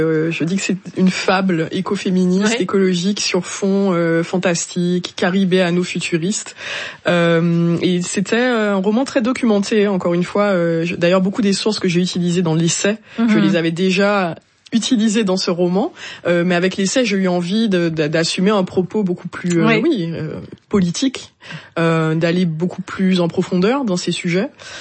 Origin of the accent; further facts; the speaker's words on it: Martinique; Non, moi je suis née en Martinique, j'ai grandi en Martinique, contrairement à ce personnage.